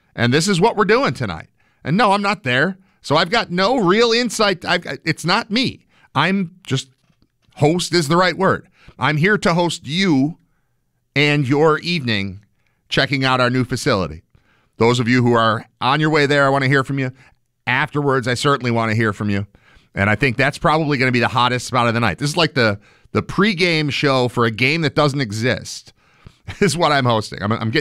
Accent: West Seneca, New York, United States; I grew up in West Seneca, 15-minute drive from there to the stadium, probably, from my house, from my parents' house.

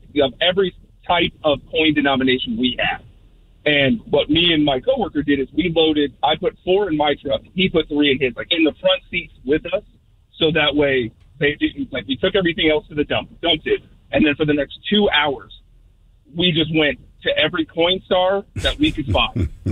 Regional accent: Florida, United States; I grew up in Florida, and we sang that song when I was about 10 years old.

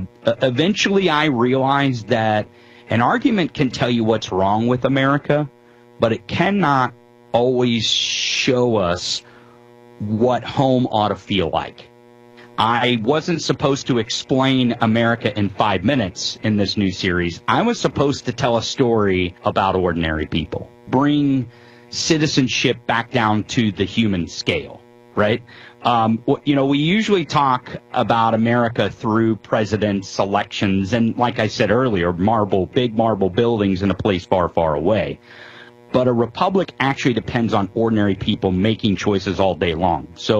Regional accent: Eldon, Missouri, United States; I grew up in Eldon, and my grandparents owned Coffin Beach Resort at Rocky Mount, and those live inside me somewhere.

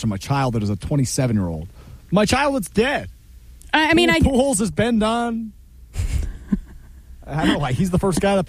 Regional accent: Green Bay, Wisconsin, United States; moved away; I grew up on the east side of Green Bay. I went to Edison Middle School on the east side of Green Bay.

